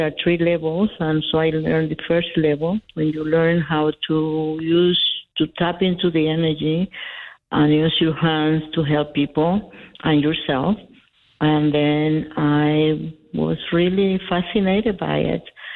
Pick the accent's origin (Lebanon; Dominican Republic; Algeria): Dominican Republic; also born or lived in New York City; now in Albuquerque, United States; I'm from the Dominican Republic, and I came to the States via New York City, because my family was living there at the time I came. And then later, my husband and I moved to New Mexico, and that's over 30 years ago.